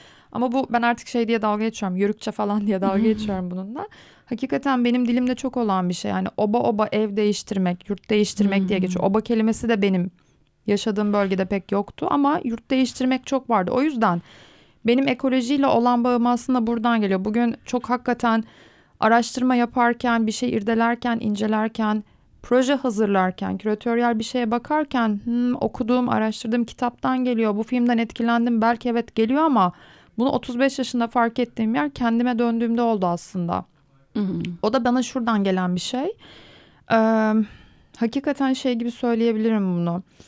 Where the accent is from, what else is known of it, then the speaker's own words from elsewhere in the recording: Taurus Mountains, Turkey; moved away; ben çünkü hakikaten Toroslar'da büyüdüm ve bu büyümenin bana getirdiği şey insanların milli park olarak gördüğü yer benim evimdi.